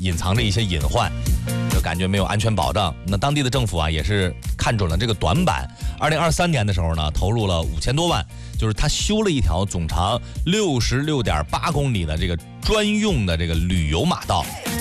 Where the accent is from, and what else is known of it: Hebei, China